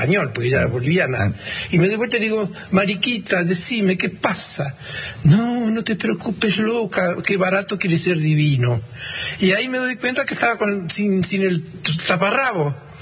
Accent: Ingeniero Jacobacci, Río Negro, Argentina; born or raised there; also born or lived in San Antonio Oeste

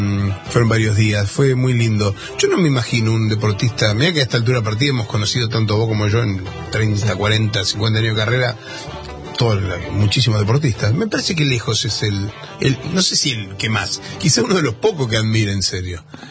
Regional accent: Argentina

